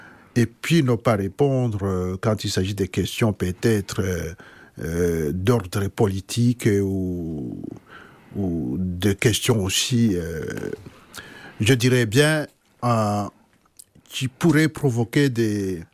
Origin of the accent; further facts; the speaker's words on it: Rwanda; first language Kinyarwanda; French is a second language; moved away as an adult; now in Belgium; je ne suis pas congolais, je suis rwandais.